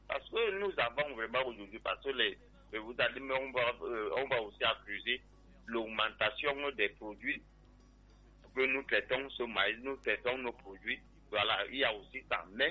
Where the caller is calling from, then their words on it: Cameroon; Moi, je suis plus jeune. Vous savez, je suis Bata, excusez-moi de le dire. Je suis en Balmayo, je fais le maïs à Fumbot.